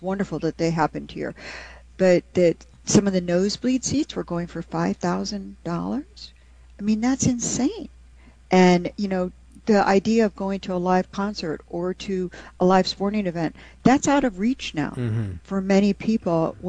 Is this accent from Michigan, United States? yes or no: yes; Detroit, Michigan, United States; and I'm a child of the 1970s, and I became an economist because I grew up in Detroit.